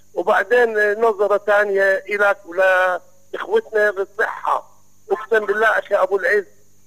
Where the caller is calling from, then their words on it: Nablus, West Bank, Palestine; انا نابلسي وبحب نابلس، نابلس بلدي